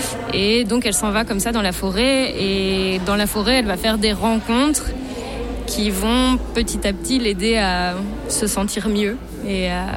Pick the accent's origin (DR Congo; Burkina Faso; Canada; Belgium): Belgium; Brussels, Brussels-Capital Region; Nous, on est belges, on vient de Bruxelles.